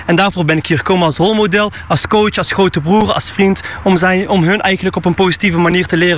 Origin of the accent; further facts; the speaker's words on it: Tilburg, North Brabant, Netherlands; ik kom zelf uit Tilburg en ik kom helemaal naar Friesland